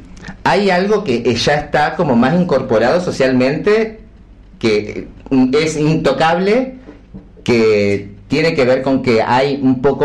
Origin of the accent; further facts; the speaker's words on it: Neuquén, Argentina; yo soy de acá desde siempre, nos conocemos desde años.